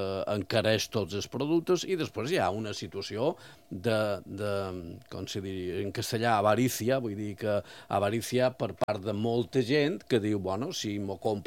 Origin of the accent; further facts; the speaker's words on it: Mallorca, Balearic Islands, Spain; Jo som d'Escapans, que Mallorca